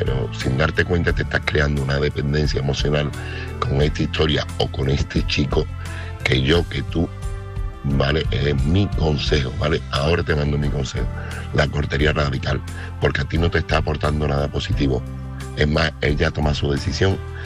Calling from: Seville, Andalusia, Spain; corresponsal de Sevilla

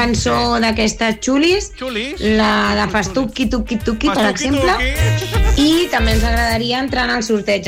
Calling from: Palafolls, Catalonia, Spain; aquí a casa, a Palafolls

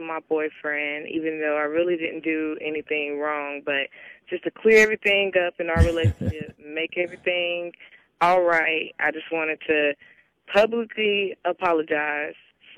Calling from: Montgomery, Alabama, United States; I'm calling from Montgomery, Alabama.

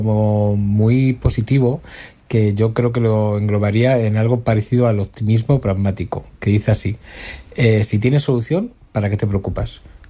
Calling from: Madrid, Community of Madrid, Spain; de Madrid.

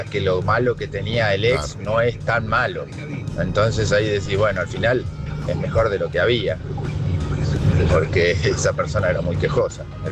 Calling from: San Vicente, Argentina; de San Vicente.

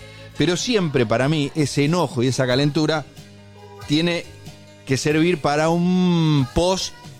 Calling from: General Rodríguez, Buenos Aires Province, Argentina; Buen día, Cali. … de General Rodríguez.

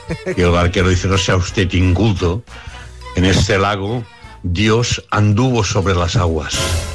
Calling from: Cerdanyola del Vallès, Catalonia, Spain; de Cerdanyola.

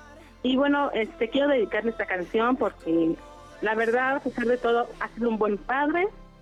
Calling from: Mexico City, Mexico; Aquí vivo, aquí soy residente de aquí.

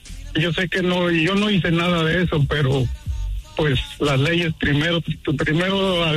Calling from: Denver, Colorado, United States; Yo hablo de Denver, Colorado.

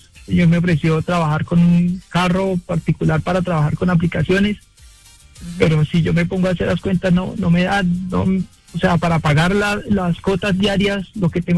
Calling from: Bogotá, Colombia; yo vivo en Bogotá, Fontibón.

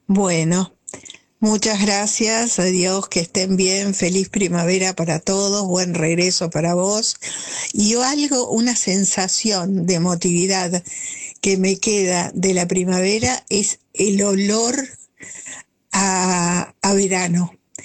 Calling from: Acasuso, Buenos Aires Province, Argentina; de Acasuso y quería contarte una historia de amor del día de la primavera.

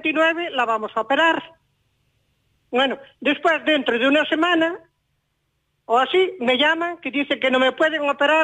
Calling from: Pontevedra, Galicia, Spain; yo soy de Lérez.

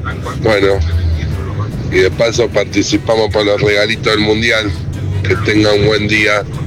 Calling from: Buenos Aires, Argentina; de Villa Crespo

